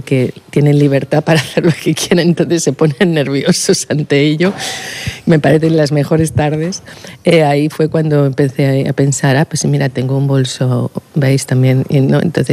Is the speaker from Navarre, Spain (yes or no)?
no; Madrid, Community of Madrid, Spain; Sí, sí, yo soy madrileña y voy mucho al Rastro.